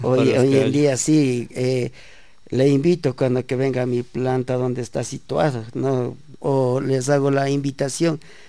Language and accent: Spanish; Latacunga, Cotopaxi, Ecuador; como la tacungueños, somos nativos, somos parte de la Tacunga, y yo a la Tacunga le amo, le estimo, porque soy de aquí